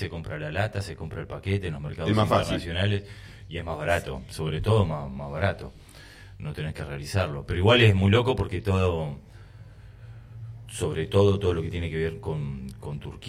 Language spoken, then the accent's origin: Spanish; Argentina